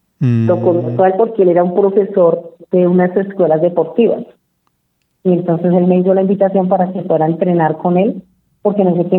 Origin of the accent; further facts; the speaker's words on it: Bogotá, Colombia; Siempre he vivido en ese barrio, en mi barrio natal.